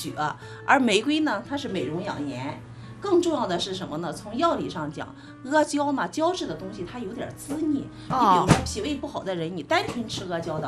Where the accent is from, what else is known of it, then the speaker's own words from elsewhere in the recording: Pingyin, Shandong, China; 我的家乡是平阴